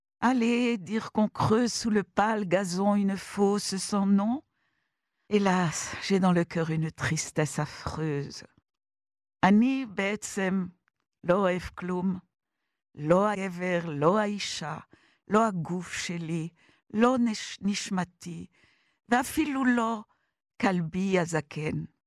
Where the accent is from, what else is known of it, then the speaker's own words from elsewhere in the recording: France; now in Jerusalem, Israel; יום החג הלאומי של צרפת, ארץ מולדתי, מכורתי, מאוד אהבתי. לחיות בצרפת, אבל הרבה יותר מזה 50 שנה בירושלים כישראלית.